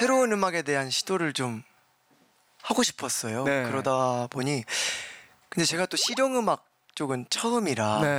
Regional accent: Namwon, North Jeolla, South Korea; 전북 남원이십니다.

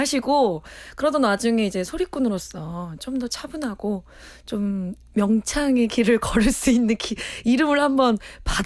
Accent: Jeolla, South Korea; 우선 제가 또 고향이 전라도라.

